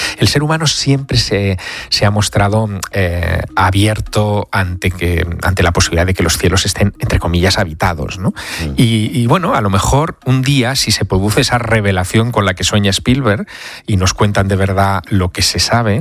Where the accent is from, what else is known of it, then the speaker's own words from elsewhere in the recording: Teruel, Aragon, Spain; born there; moved away; Pues mira, me voy a Teruel, a mi ciudad natal.